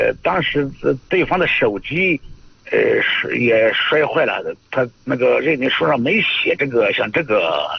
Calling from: Yuncheng, Shanxi, China; 我是运城盐湖区的。

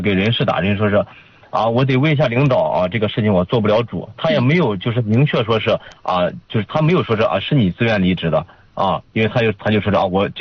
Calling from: Linyi, Shandong, China; 我是临沂的。

